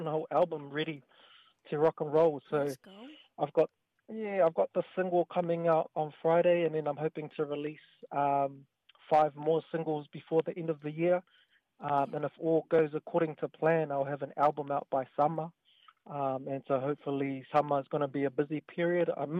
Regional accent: Wellington, New Zealand; here in Wellington, and I'm all about sort of raising the awareness of all the talents here, especially in my hometown.

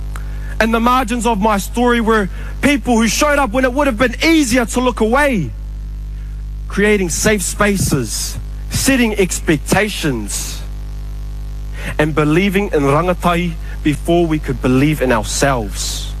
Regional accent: Kawerau, Bay of Plenty, New Zealand; for too long the world has only skimmed the footnotes of my hometown

